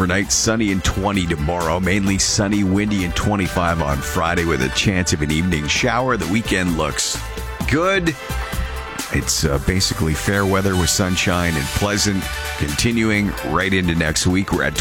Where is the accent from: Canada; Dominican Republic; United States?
Canada; Brantford, Ontario; now in St. Catharines, Canada; I'm used to that. I'm from Brantford, Ontario.